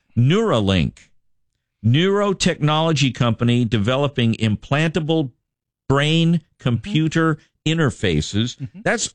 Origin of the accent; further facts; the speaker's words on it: Merritt Island, Florida, United States; I grew up on Merritt Island. It's just south of KSC.